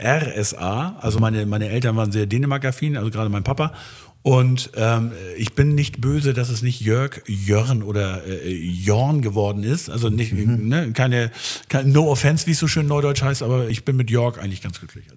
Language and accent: German; Schleswig, Schleswig-Holstein, Germany; born there; ich komme ja aus Schleswig, bin geborener Schleswiger